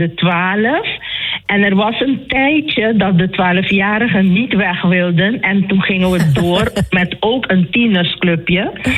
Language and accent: Dutch; Curaçao; now in Assen, Netherlands; Het is zo, ik kom van Curaçao en daar heb ik jarenlang een kinderkoor gehad. En mijn hele leven eigenlijk daaraan toegewijd. En nu ben ik in Nederland.